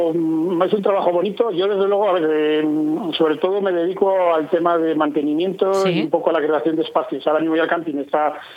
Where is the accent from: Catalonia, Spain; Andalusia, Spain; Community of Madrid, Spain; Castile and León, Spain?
Castile and León, Spain; Pradoluengo; Somos de aquí, del pueblo natal, somos natales de Pradoluengo